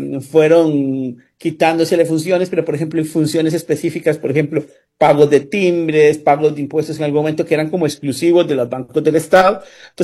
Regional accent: Costa Rica; Eso para mí es muy preocupante como ciudadano costarricense

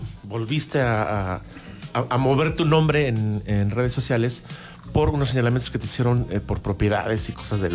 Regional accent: Mexico; porque todos somos mexicanos.

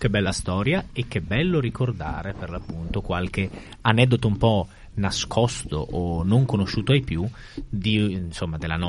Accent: Udine, Friuli-Venezia Giulia, Italy; da orgoglioso, insomma, cittadino di Udine, nato e cresciuto a Udine

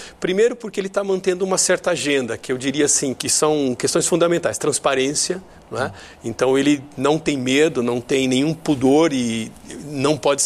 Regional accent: Rio de Janeiro, Brazil; eu venho do Rio de Janeiro

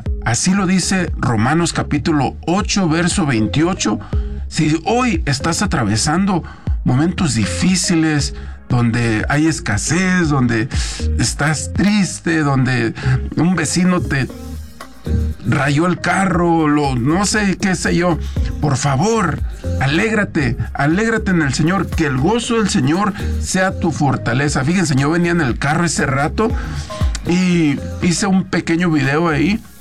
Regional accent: Guanajuato, Mexico; yo soy de Guanajuato

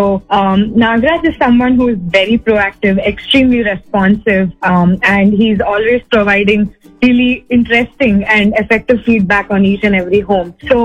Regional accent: Bangalore, Karnataka, India; So I'm from Bangalore. I was like, okay, maybe another person from Bangalore.

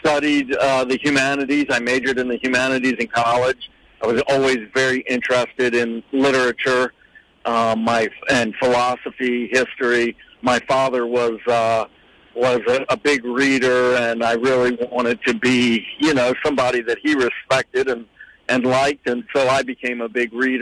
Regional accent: Baltimore, Maryland, United States; I grew up in Baltimore in a creative family, but, you know, a very standard middle-class family with my father and my mother.

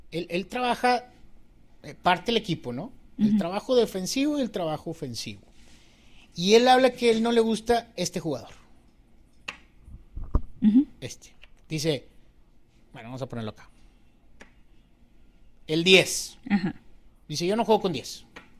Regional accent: Monterrey, Nuevo León, Mexico; Yo soy regio

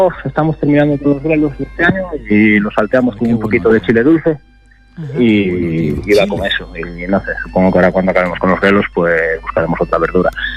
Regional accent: Chantada, Galicia, Spain; Sí, sí, ya nací en Chantada de toda la vida, ¿no?

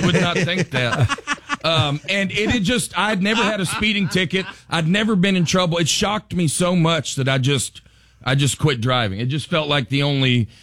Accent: Harvest, Alabama, United States; now in Nashville, United States; I grew up about 12 miles outside of Huntsville, a great little place called Harvest

